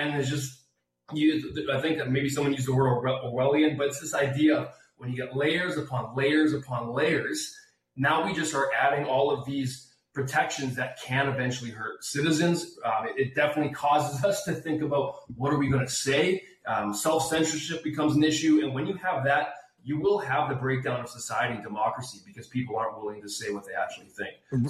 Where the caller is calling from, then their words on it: Calgary, Alberta, Canada; We're out of Calgary, Alberta. We're on the west side.